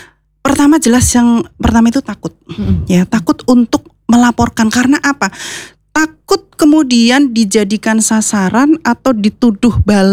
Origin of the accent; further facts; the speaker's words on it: Purwojati, Central Java, Indonesia; now in Purwokerto, Indonesia; saya aslinya dari Purwojati.